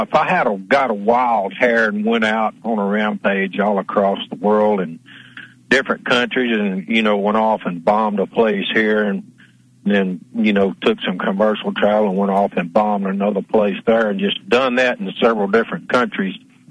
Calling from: Arkansas, United States; Good evening, Howard. … in Arkansas.

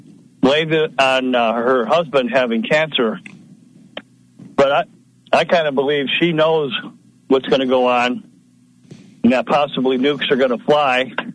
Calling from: California, United States; in the mountains of northern California.

